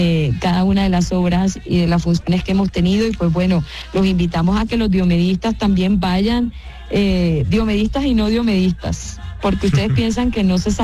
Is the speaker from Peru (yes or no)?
no; Colombia; muchos colombianos